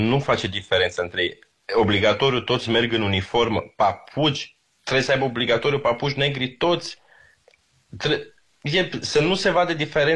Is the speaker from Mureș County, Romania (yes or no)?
yes; Sighișoara, Mureș County, Romania; Eu sunt deloc din Sighișoara.